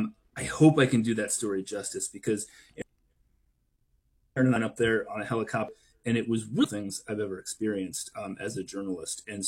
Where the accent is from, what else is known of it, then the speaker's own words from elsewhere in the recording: Arizona, United States; And I'll tell you what, I'm from Arizona. I had never been on a glacier before.